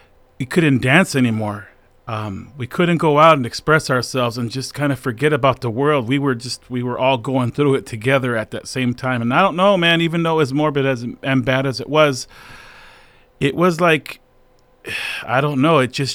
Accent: San Jose, California, United States; a good friend of mine that I grew up in San Jose with, Arturo Garzas.

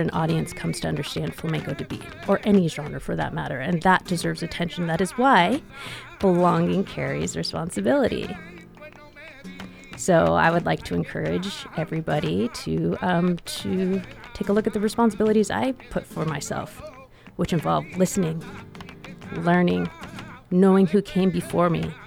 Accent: United States; being American alone, I understand the difference between me being brought up, raised in an American culture as opposed to somebody in Spain.

